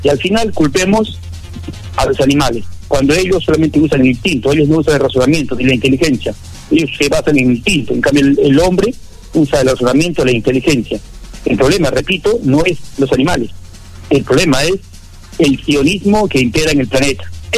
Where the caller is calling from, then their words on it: Cocachacra, Arequipa, Peru; soy de aquí de Valle Tambo, la provincia de Islay, de Cocachacra.